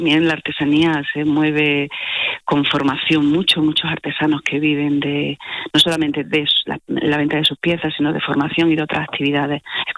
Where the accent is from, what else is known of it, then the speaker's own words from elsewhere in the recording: Jaén, Andalusia, Spain; Me muevo mucho por fuera, pero fuera de Jaén, pero me gusta hacer acciones aquí en Jaén también para... Bueno, mi tierra.